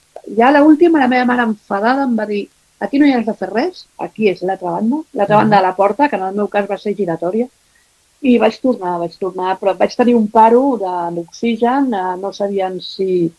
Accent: Barcelona, Catalonia, Spain

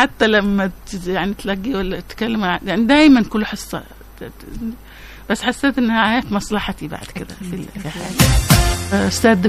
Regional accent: Yemen; Arabic is a second language

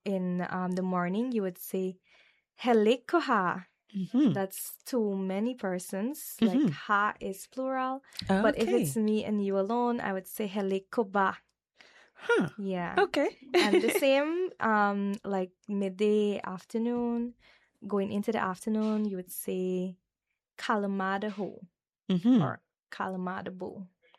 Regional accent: Guyana; English is a second language; So when I first moved out of the village, I had my like village accent, you know, indigenous peoples. Many of us, our first language is not English. So you'd have to learn English through schooling, especially in the very hinterland communities like in Region 7 and Region 8.

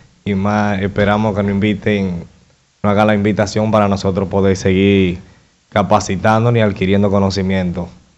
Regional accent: Sosúa, Puerto Plata, Dominican Republic; Soy de Sosúa. Ah, decir

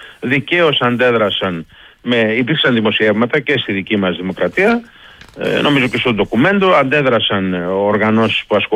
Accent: Greece; είμαι Έλληνας.

